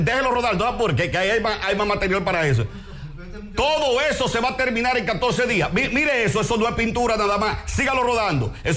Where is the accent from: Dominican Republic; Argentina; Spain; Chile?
Dominican Republic; Licey al Medio, Santiago; Porque yo soy de Licey al medio.